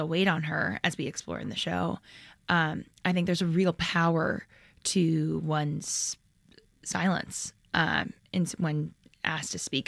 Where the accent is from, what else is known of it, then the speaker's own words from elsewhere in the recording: Michigan, United States; I'm from Michigan, so I really love our northern neighbors.